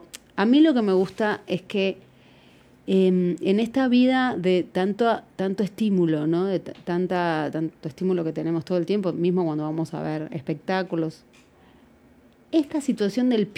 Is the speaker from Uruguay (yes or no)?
no; Argentina; siendo yo argentina y sin hablar inglés, como como mi segunda lengua. Yo conocía, entendía, podía hablar un poco, pero no ni lo pronunciaba exactamente prolijamente bien